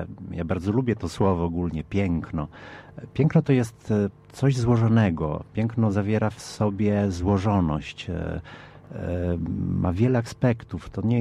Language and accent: Polish; Italy; jako Włoch, jako Polak, który urósł we Włoszech